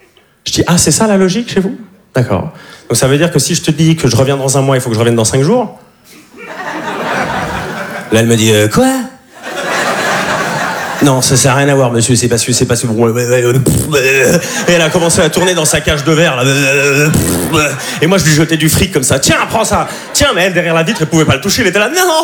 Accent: Switzerland; Enfin, vous me voyez comme un provincial. Parce que je suis suisse, sauf que moi, j'ai du pouvoir d'achat.

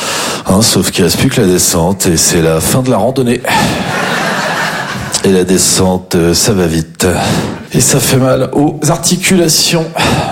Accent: Champagnole, Bourgogne-Franche-Comté, France; Non, je suis originaire d'une petite commune qui s'appelle Champagnole.

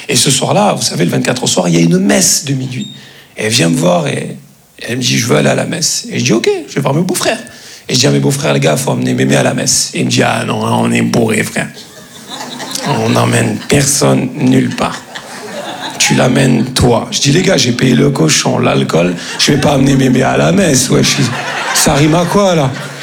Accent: Grand Est, France; Comme on dit chez nous, en Lorraine.

